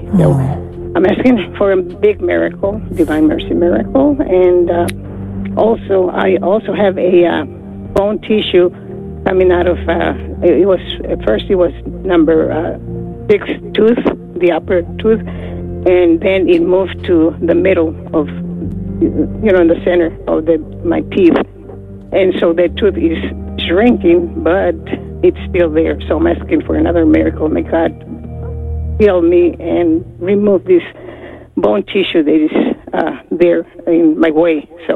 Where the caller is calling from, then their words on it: Cedar Park, Texas, United States; from Cedar Park, Texas.